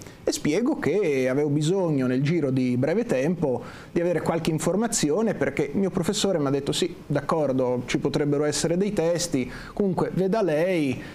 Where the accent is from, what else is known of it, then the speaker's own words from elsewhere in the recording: Osimo, Marche, Italy; io sono di Osimo